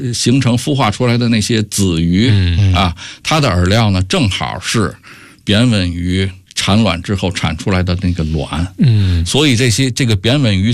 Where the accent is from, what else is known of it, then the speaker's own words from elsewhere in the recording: China; 我们啊作为中国人